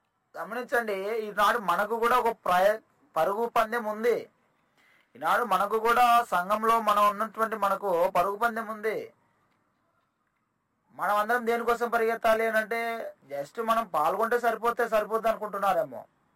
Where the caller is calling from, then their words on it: Kadapa, Andhra Pradesh, India; నేను కడప నుండి మాట్లాడుతున్నా